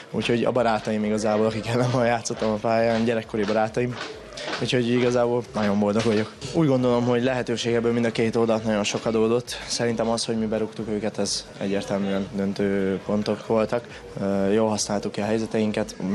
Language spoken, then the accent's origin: Hungarian; Paks, Tolna, Hungary; now in Debrecen, Hungary; Paksi srác vagyok, szóval én itt is nevelkedtem.